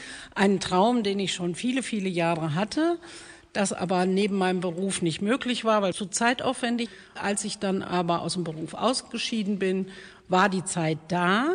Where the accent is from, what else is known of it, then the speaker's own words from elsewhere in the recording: Iserlohn, North Rhine-Westphalia, Germany; Die älteste von drei Töchtern bin ich, hier in Iserlohn aufgewachsen, weitgehend. Ich habe festgestellt, ich wohne jetzt seit 50 Jahren in Iserlohn und bin in der Christuskirchengemeinde aufgewachsen, am Roden, direkt neben der Kirche, neben dem Glockenturm.